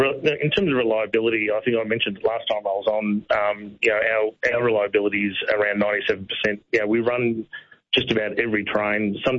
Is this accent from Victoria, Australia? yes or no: yes; Geelong, Victoria, Australia; including myself, that I come from Geelong.